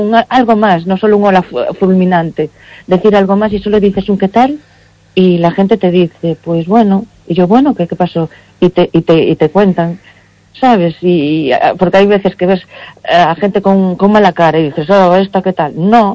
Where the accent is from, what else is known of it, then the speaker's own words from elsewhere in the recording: Cortegada, Galicia, Spain; En Cortegada queremos hacer algo, en mi pueblo